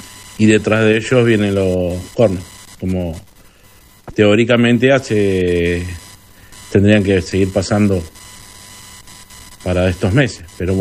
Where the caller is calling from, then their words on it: Miramar, Buenos Aires Province, Argentina; de Miramar